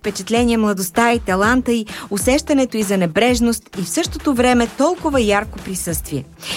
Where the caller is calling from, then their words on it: Lovech, Lovech Province, Bulgaria; От Ловеч съм.